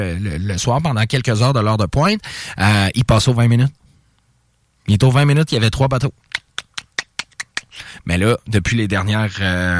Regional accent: Quebec City, Quebec, Canada; also born or lived in British Columbia; now in Lévis, Canada; Toujours habité à Québec avant, à part le BC. Là, c'est la première fois de ma vie que je reste

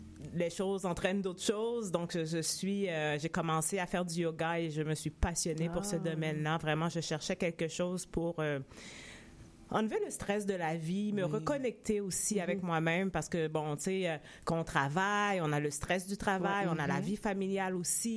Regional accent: Montreal, Quebec, Canada; nous, on vient de Rivière-des-Prairies aussi, donc c'est un quartier qu'on adore.

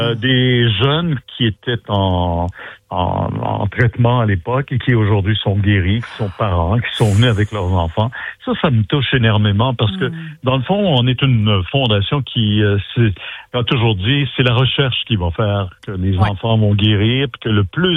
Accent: Quebec, Canada; Là, ça se passe chez nous au Québec.

